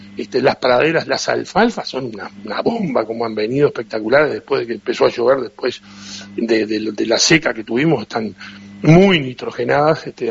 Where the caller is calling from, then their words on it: Cardona, Soriano, Uruguay; en esta zona particularmente, te hablo de Cardona, la zona de Cuchilla del Perdido